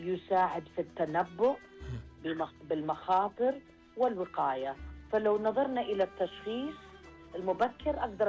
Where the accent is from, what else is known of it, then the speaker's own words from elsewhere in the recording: Saudi Arabia; المفروض نفتخر كسعوديين.